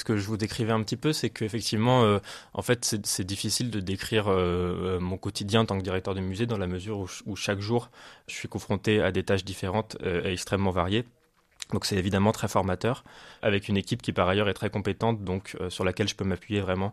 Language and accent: French; Paris, Île-de-France, France; Moi, c'est vrai, je connaissais pas du tout ni le musée ni sa région. J'ai grandi à Paris